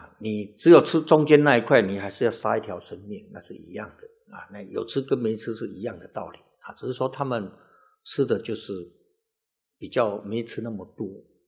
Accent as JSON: {"language": "Chinese", "country": "Taiwan", "said": "我们台湾"}